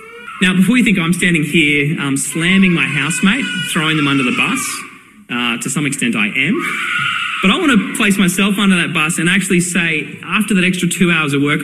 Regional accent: Brisbane, Queensland, Australia; Brisbane, my hometown

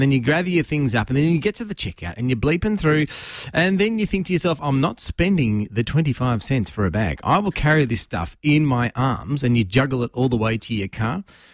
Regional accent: Penshurst, Victoria, Australia; now in Townsville, Australia; I grew up in Penshurst, Victoria.

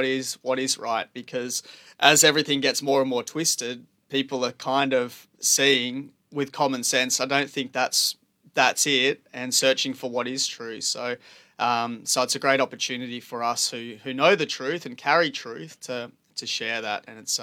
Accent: Hobart, Tasmania, Australia; moved away as an adult; born and raised in Hobart and spent almost 10 years away.

